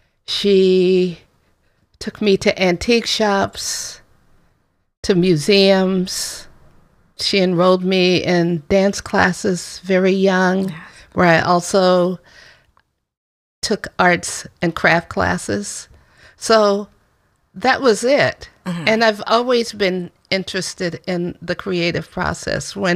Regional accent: San Francisco Bay Area, California, United States; It's here in my hometown.

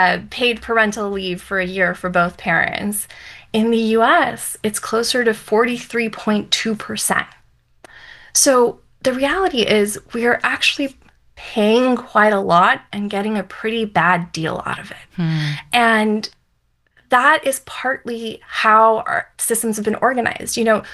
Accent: United States; I grew up in the States

